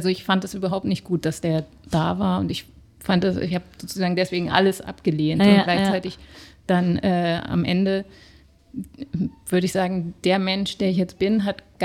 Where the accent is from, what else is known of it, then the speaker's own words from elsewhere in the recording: Mannheim, Baden-Württemberg, Germany; dann sind wir in die Nähe von Mannheim gezogen, also Baden-Württemberg dann. Und dann bin ich da in Mannheim auf die Schule gekommen